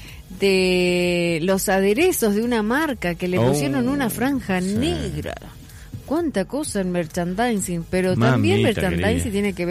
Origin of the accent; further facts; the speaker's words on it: Argentina; uno como argentino está acostumbrado al argentino